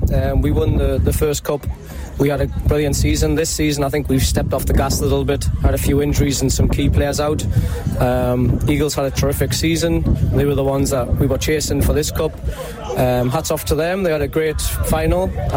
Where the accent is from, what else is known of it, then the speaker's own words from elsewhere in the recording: England, United Kingdom; now in Turks and Caicos Islands; I come from England